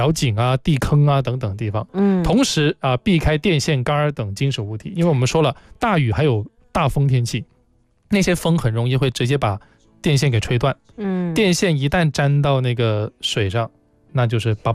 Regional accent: Guangdong, China

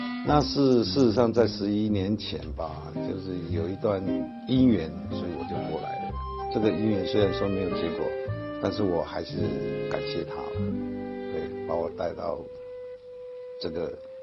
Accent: Gukeng, Yunlin County, Taiwan; moved away as an adult; now in Urumqi, China; 我老家是在台湾省云林县古坑乡，啊，也就是所谓的咖啡的原乡。光一个山头就有三四百家咖啡店了。

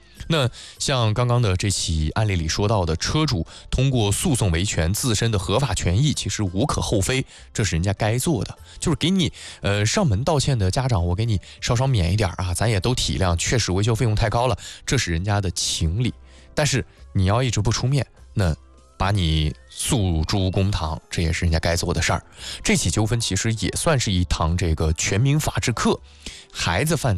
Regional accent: Kunming, Yunnan, China; moved away; 在我老家啊，云南昆明

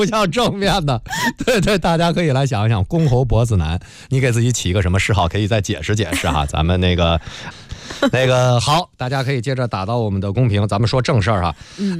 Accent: China; 我们中国人为什么说祝您长寿

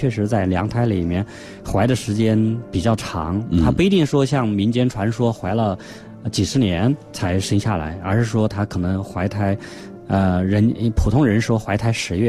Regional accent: China

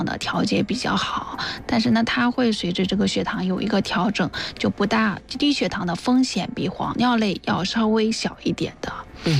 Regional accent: China; 就比较适合我们中国人的。

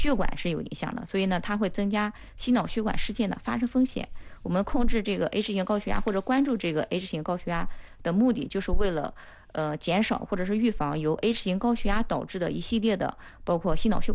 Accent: China

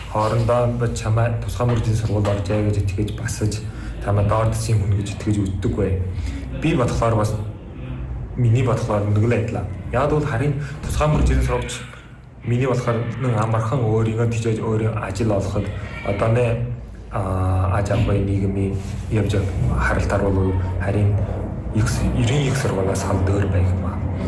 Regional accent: Ulaanbaatar, Mongolia; moved away as an adult; now in Hungary; Би бол багасаа Улаанбаатараас өс төрсөн.

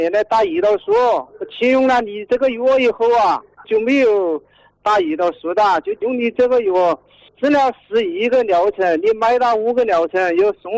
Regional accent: Yidu, Hubei, China; 我是湖北宜都的。

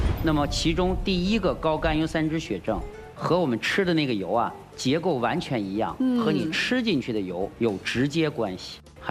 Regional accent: China; 为了维持我们中国人的健康

